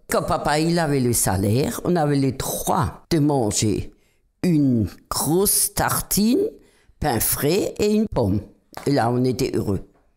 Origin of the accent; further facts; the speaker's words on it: France; born there; Je suis née à Tourtonne-Saint-Jean-de-Colle.